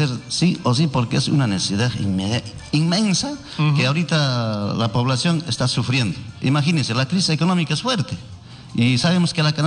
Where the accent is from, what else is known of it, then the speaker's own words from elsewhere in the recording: Cusco, Peru; a pesar que somos de Cusco